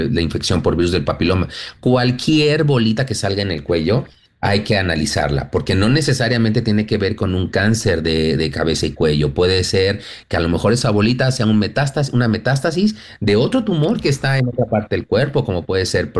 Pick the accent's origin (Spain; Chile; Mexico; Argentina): Mexico; y yo soy mexicano y estoy consciente de que nuestra medicina tradicional tiene